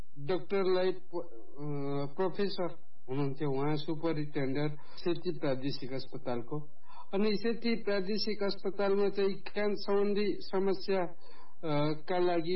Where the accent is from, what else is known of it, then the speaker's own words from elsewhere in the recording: Punarbas, Sudurpashchim Province, Nepal; also born or lived in Dhangadhi, Kailali; मेरो घर चाहिँ कञ्चनपुर पुनर्वास नगरपालिका, र मेरो जन्म चाहिँ विक्रम सम्वत 2056 सालमा भएको हो यही स्थानमा नै। हाल म स्नातक चौथो वर्षमा धनगढी कैलालीमा सुदूरपश्चिमाञ्चल एकाडेमी क्याम्पसमा